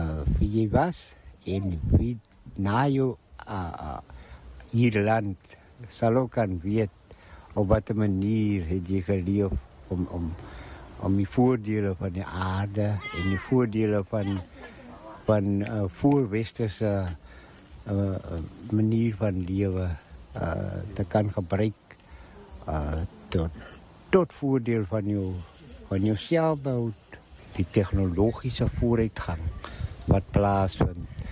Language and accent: Afrikaans; Lambert's Bay, Western Cape, South Africa; Ek is van Lambertsbaai.